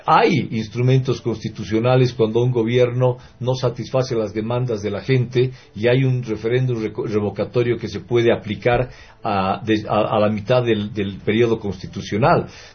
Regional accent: Bolivia; los bolivianos, que ya le dijimos no en varias oportunidades

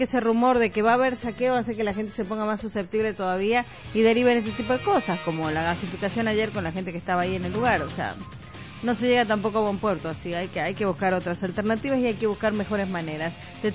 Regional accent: Bolivia; nosotros como bolivianos

